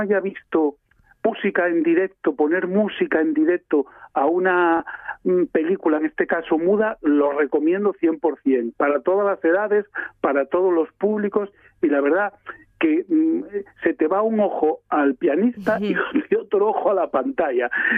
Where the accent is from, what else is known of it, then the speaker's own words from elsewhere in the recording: Asturias, Spain; porque somos asturianos, por supuesto